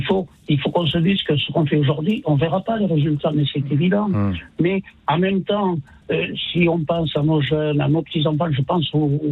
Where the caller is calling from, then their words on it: Montpellier, Occitanie, France; Alors, je suis à Montpellier